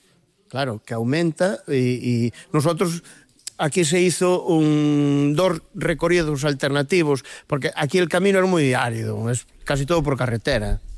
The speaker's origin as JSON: {"language": "Spanish", "town": "Sandiás", "region": "Galicia", "country": "Spain", "tie": "born or raised there", "said": "soy natural de Sandiás"}